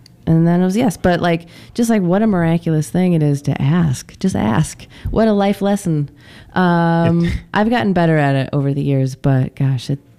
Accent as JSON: {"language": "English", "region": "Michigan", "country": "United States", "tie": "born or raised there", "said": "Michigan, my home state."}